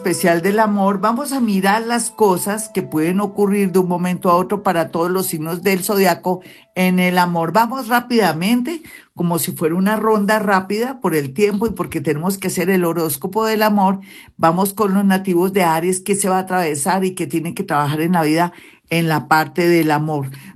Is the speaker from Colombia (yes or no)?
yes; Colombia; pero somos colombianos y manejamos magia.